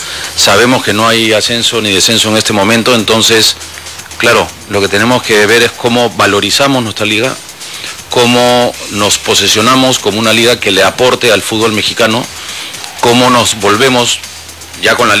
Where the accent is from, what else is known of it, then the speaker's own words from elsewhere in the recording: Lima, Peru; Yo soy de Lima, Perú.